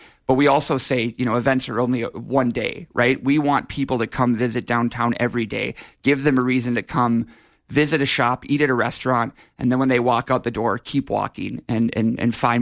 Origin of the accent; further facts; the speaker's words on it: Minneapolis, Minnesota, United States; moved away as an adult; now in Grand Rapids, Minnesota, United States; I love the place I live. I love Grand Rapids. I did not grow up here. I grew up in the Twin Cities